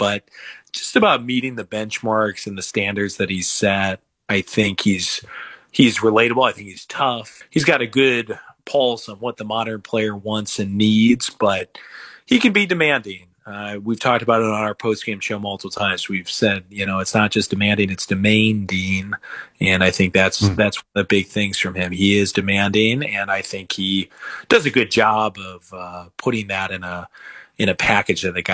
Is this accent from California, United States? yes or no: no; St. Louis, Missouri, United States; I'm from St. Louis